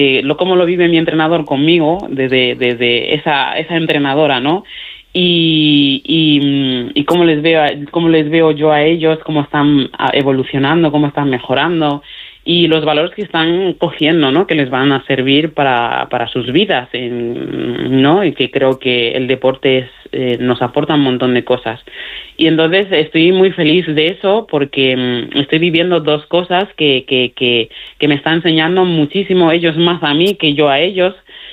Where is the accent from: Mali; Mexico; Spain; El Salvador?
Mali; Hablo mejor el castellano y el gallego que mi propio dialecto. Ajá. Y la suerte que tengo es que tengo una pareja maravillosa que también es de Mali y estamos volviendo a retomar el dialecto.